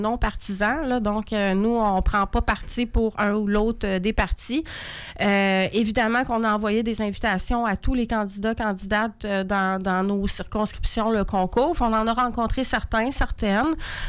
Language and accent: French; Quebec, Canada; moi, je viens de la Gaspésie